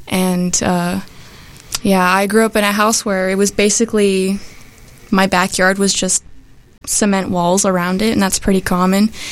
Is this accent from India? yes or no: no; Asunción, Paraguay; now in Wayne, United States; Asunción, Paraguay.